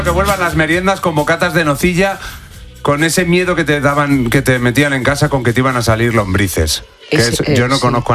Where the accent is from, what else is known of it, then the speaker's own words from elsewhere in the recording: Salamanca, Castile and León, Spain; yo soy de Salamanca. Tenemos un respeto al embutido.